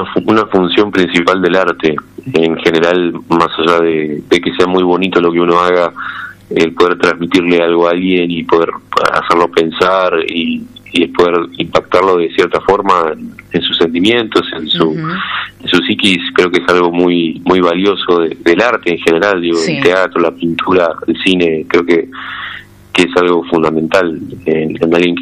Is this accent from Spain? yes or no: no; San Miguel de Tucumán, Tucumán, Argentina; moved away as an adult; now in Buenos Aires, Argentina; yo soy tucumano también. Actualmente vivo acá en Buenos Aires.